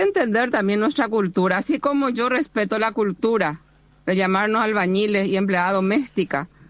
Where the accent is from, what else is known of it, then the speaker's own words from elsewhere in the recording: Paraguay; En nuestro país somos muy... En mi país somos muy... De reírnos de los defectos, pero de reírnos de nosotros mismos. Claro. En Paraguay existe mucho el tema del marcante.